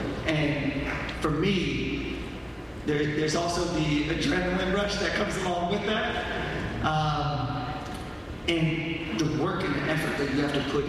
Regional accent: Turlock, California, United States; That growing up in Turlock, I didn't see that in baseball.

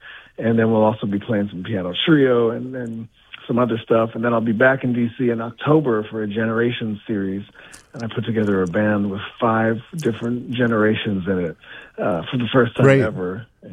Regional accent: Miami, Florida, United States; also born or lived in Montclair, New Jersey; I grew up in Miami, Florida.

